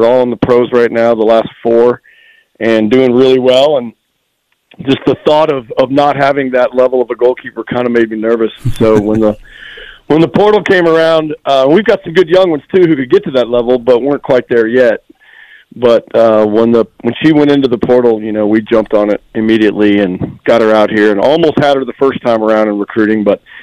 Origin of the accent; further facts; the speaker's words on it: Irving, Texas, United States; No knock on my hometown